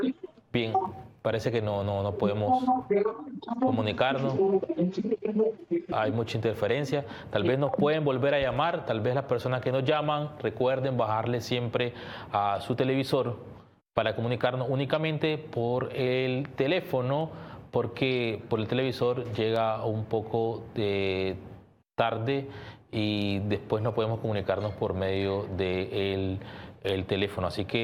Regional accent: Nicaragua; soy nicaragüense, exactamente.

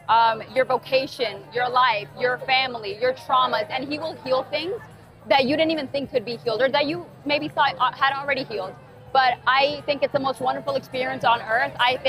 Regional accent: Texas, United States; I'm 21 years old. I'm from United States, specifically Texas. And this is my first time at the Medigore Festival.

